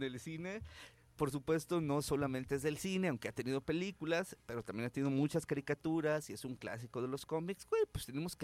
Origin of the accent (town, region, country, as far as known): Guadalajara, Jalisco, Mexico